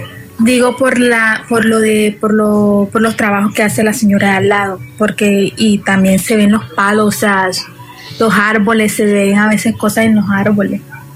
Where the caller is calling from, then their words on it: Barranquilla, Atlántico, Colombia; De Barranquilla.